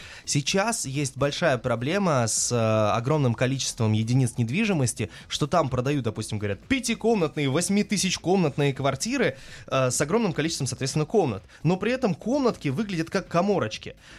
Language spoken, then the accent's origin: Russian; Bat Yam, Tel Aviv District, Israel; Я из Батьяма, да, знаю.